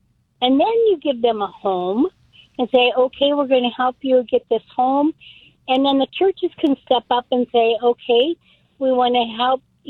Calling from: Montana, United States; I'm from Montana

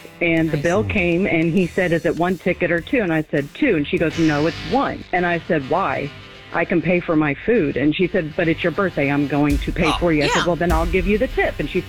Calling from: Kansas City, United States; Kansas City.

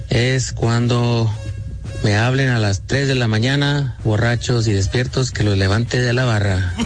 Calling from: Glendale, United States; de Glendale.

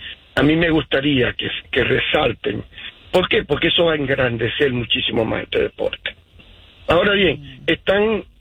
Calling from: Utah, United States

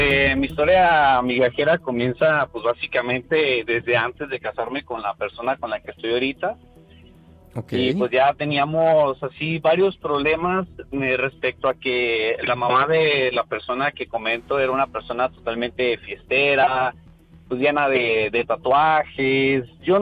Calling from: Guadalajara, Jalisco, Mexico; Tengo 36 años y hablo de Guadalajara, Jalisco.

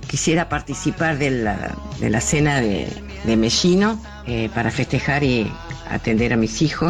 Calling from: Morón, Buenos Aires Province, Argentina; soy de Morón

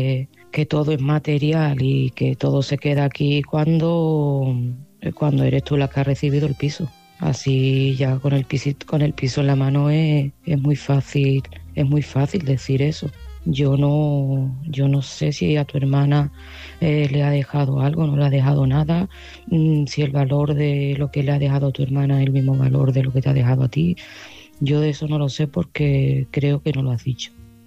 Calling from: Seville, Andalusia, Spain; de Sevilla y este mensaje va para Lara.

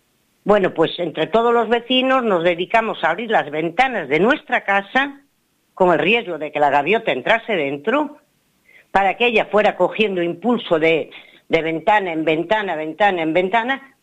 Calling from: Pontevedra, Galicia, Spain; De aquí, de Pontevedra.

